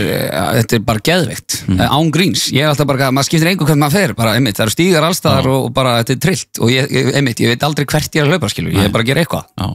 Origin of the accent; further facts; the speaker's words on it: Hafnarfjörður, Capital Region, Iceland; ég elska að vera í Hafnarfjörði og það er þetta sama sko, veist, kannski þess vegna elska ég Akureyri svona mikið og minni mig bara á heimabæði minn